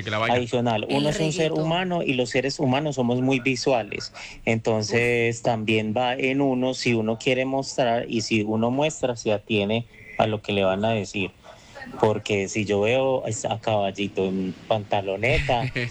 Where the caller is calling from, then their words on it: Medellín, Antioquia, Colombia; de Medellín